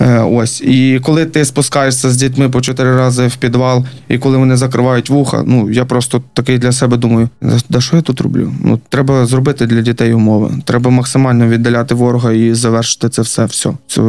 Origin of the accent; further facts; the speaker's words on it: Volyn Oblast, Ukraine; Воно мені дуже схоже на мою рідну область Волинську.